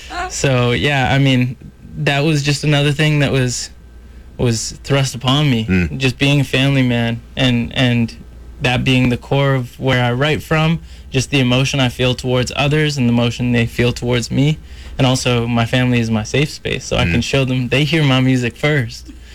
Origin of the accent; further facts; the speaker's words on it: Kelowna, British Columbia, Canada; growing up in Kelowna with kind of a laid back lake lifestyle